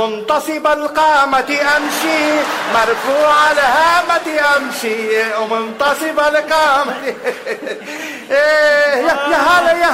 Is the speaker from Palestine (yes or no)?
no; Lebanon; انه هي سريلانكيه ونحن لبنانيه وامريكان.